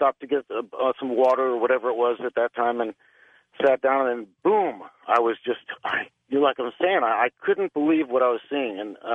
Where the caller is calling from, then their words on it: Los Angeles, California, United States; calling from Los Angeles.